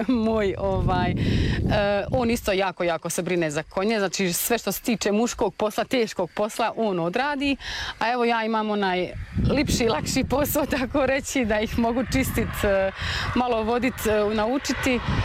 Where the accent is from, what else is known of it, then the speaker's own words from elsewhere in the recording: Frankfurt, Hesse, Germany; moved away as an adult; now in Livno, Bosnia and Herzegovina; Rođena sam u Frankfurtu, tamo sam i živjela 33 godine, išla u školu, sve završila što sam trebala završiti. I za vrijeme korone sam se odlučila vratiti u svoje Livno